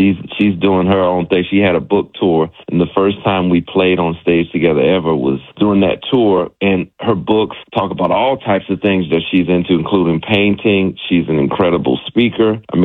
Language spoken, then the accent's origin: English; New Orleans, Louisiana, United States; I'm from New Orleans, but I have roots in Georgia, in Clayton County, Georgia. My grandmother and that whole side of the lineage goes back 4 generations